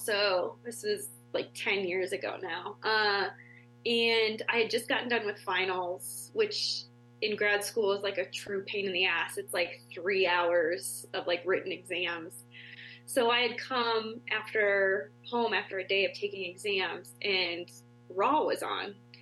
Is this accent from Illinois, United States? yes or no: no; Ohio, United States; moved away as an adult; now in Colorado, United States; So my brother and I are actually from Ohio, so we're Midwest. So we grew up there, and then I headed out here, I don't know, probably about 8 years ago now